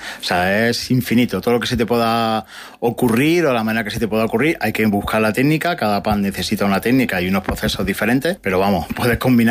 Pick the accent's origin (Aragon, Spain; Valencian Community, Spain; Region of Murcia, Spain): Valencian Community, Spain; Villena; pero luego que somos de Villena, y aparte con mucho orgullo de llevar el pueblo el nombre de Villena a todos los sitios donde vamos